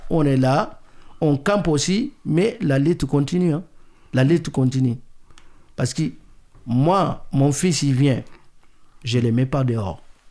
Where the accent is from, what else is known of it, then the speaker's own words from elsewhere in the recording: Mali; Moi, je suis Malien.